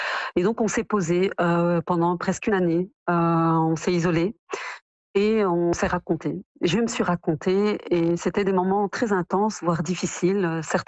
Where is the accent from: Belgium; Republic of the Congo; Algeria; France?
Belgium; Je suis née en Belgique, j'y ai grandi, j'ai construit ma vie, mais j'ai toujours un attachement très fort au Maroc